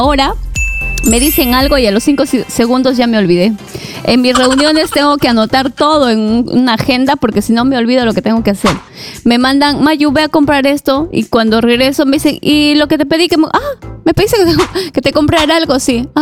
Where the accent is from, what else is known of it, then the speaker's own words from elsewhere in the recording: Huachari, Piura, Peru; soy del caserío de Huachari, distrito de Chalaco, provincia de Morropón, departamento de Piura.